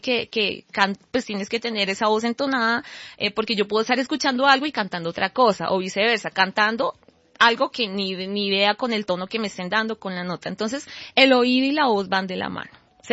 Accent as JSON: {"language": "Spanish", "region": "Bogotá", "country": "Colombia", "said": "a pesar de que soy cachaca"}